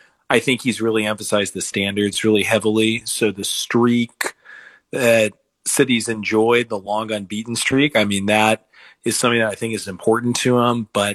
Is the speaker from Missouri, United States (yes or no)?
yes; St. Louis, Missouri, United States; I'm from St. Louis